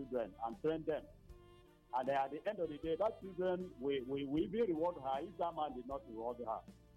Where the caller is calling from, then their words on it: Ebonyi, Nigeria; I'm calling from Kwagminsu in Ebonyi State.